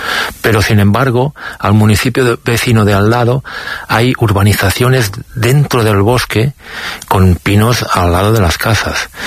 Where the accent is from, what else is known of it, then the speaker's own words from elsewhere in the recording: Catalonia, Spain; Sí, ayer mismo, al lado de mi pueblo, fui a apagar un incendio en el municipio de Subirats